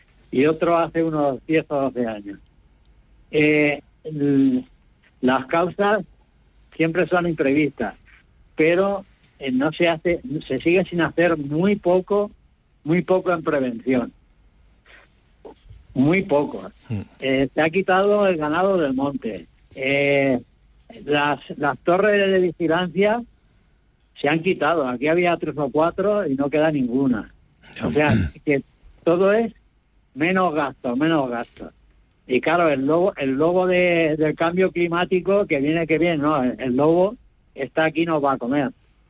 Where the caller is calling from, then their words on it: Almansa, Castilla-La Mancha, Spain; yo soy de Castilla-La Mancha, uh-huh. es un pueblo pegado a Albacete